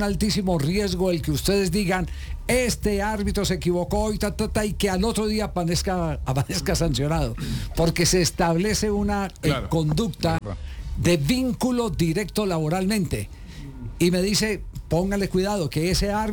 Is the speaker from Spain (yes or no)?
no; Caldas, Colombia